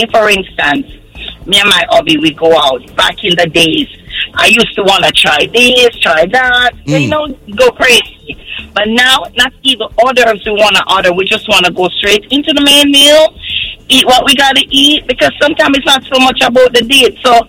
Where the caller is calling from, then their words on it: Suffolk County, New York, United States; I'm from Suffolk. I live in Islandia